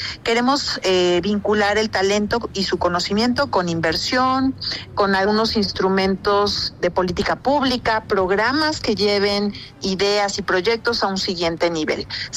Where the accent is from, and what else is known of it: Mexico